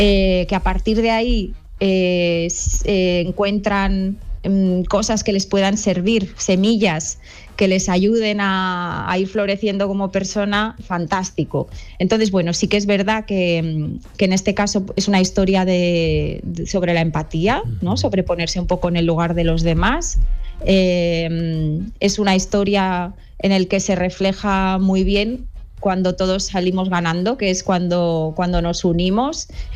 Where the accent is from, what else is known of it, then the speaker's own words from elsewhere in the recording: Pyrenees, Spain; Yo soy del Pirineo y el bosque me acompaña en muchísimos libros